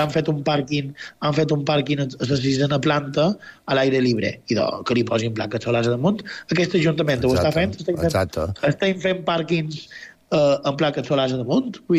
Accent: Marratxí, Balearic Islands, Spain; pels que som de Marratxí, allò és nostre, vull dir, és un espai lliure, allà on tota la vida hi ha hagut activitat

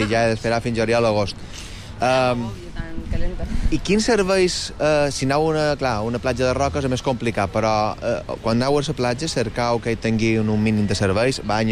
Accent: Mallorca, Balearic Islands, Spain; els mallorquins tenim el nostre raconet que sempre sabem.

